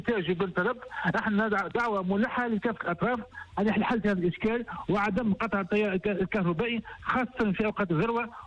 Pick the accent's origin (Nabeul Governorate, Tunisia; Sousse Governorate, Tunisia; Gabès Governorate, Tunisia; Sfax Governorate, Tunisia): Sousse Governorate, Tunisia